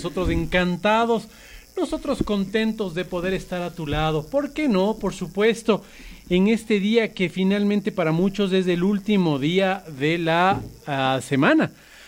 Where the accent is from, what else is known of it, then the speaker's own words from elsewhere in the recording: Ecuador; Así somos los ecuatorianos.